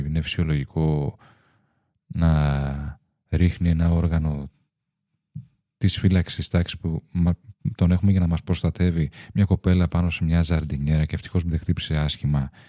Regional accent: Greece

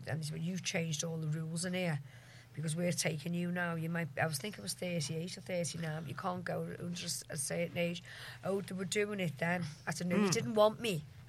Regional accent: Ireland; they weren't bothered about me being Irish then.

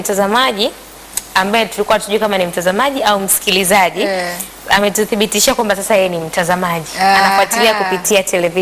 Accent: Chato, Geita, Tanzania; natokea Mwekako Chato.

